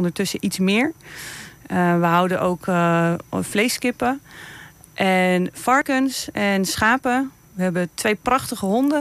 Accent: Heemstede, North Holland, Netherlands; now in Lieren, Netherlands; Nou, eigenlijk, ik kom uit Heemstede, mijn man uit Haarlem.

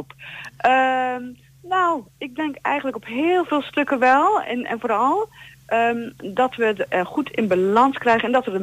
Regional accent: Doornspijk, Gelderland, Netherlands; En wij komen uit Doorspijk bij Elburg. Dat is wel dichtbij.

